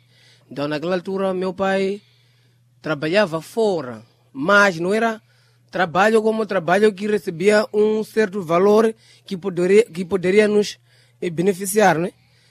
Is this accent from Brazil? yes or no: no; Chimoio, Manica, Mozambique; a minha infância foi vivida aqui mesmo na cidade de Chimoio, no bairro 5.